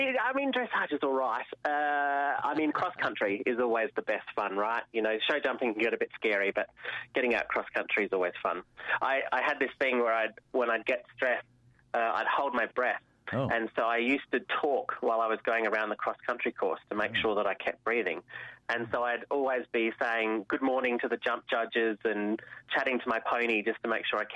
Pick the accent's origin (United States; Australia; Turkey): Australia; Adelaide Hills, South Australia; also born or lived in Kangaroo Island; Yeah, no, I'm a South Aussie kid. Born at the Women's and Children's of Adelaide. I grew up in Adelaide Hills and then spent my high school years on Kangaroo Island